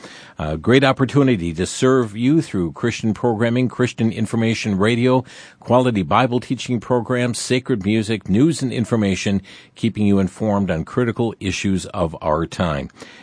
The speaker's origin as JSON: {"language": "English", "region": "Wisconsin", "country": "United States", "said": "And I'll just mention, I'm from Western Wisconsin."}